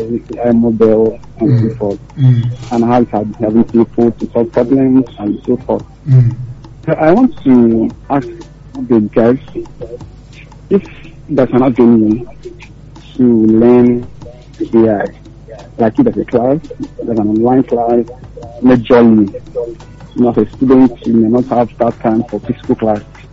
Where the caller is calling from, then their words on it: Ibadan, Oyo, Nigeria; from the University of Ibadan.